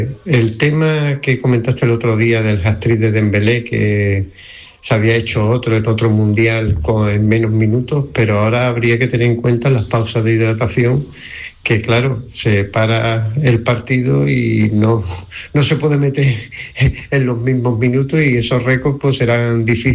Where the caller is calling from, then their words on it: Málaga, Andalusia, Spain; desde Málaga.